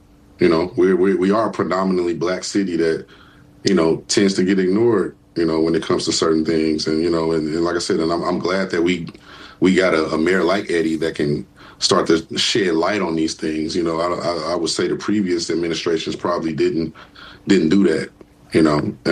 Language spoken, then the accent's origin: English; Gary, Indiana, United States; I grew up in Gary. Definitely a majority black city.